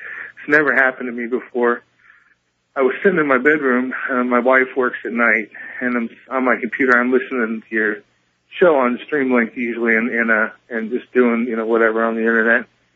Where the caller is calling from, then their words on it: Tacoma, Washington, United States; from Tacoma.